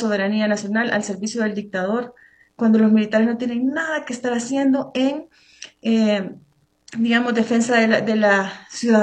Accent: El Salvador; moved away as an adult; now in Mexico

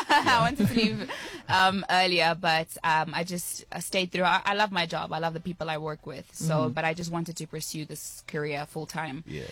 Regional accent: South Africa; There's a lot of different sounds because I was born here and I grew up in South Africa.

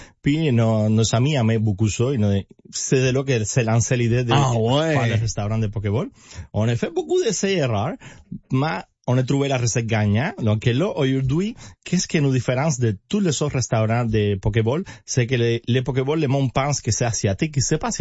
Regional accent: Cuba; French is a second language; now in Quebec, Canada; Moi là, je viens de Cuba, comme je mentionnais, puis moi j'adore le Québec et j'aime beaucoup la façon que les Québécois m'accueillent à moi. Puis désolé pour mon français aussi, des fois il y a mon accent

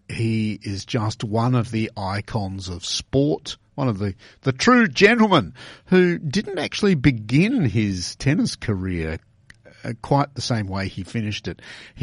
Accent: Australia; as an Australian

